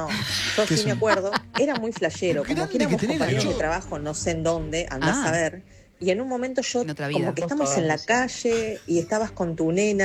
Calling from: Moreno, Buenos Aires Province, Argentina; de Moreno.

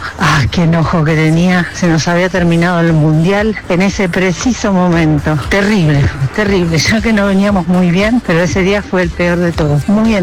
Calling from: Mar del Plata, Buenos Aires Province, Argentina; de Mar del Plata.

